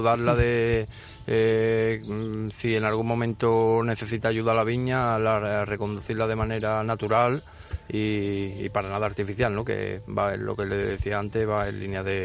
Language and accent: Spanish; Seville, Andalusia, Spain; moved away as an adult; now in Formentera, Spain; soy sevillano, pero yo... Sí, y llevo aquí en Formentera ya unos 10 años.